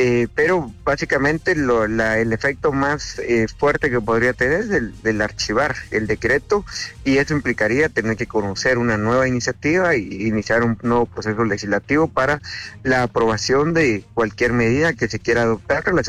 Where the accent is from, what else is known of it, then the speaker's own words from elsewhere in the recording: Guatemala; las consecuencias que ahora estamos viviendo como guatemaltecos finalmente.